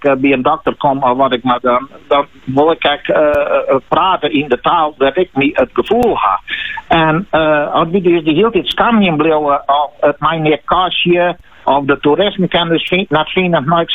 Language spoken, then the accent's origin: Dutch; Friesland, Netherlands; we als Friesen